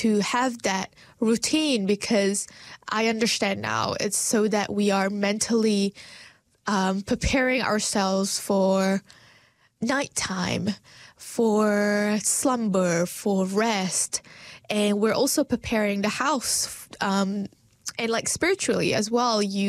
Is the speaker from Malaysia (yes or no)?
yes; Malaysia; moved away; growing up in Malaysia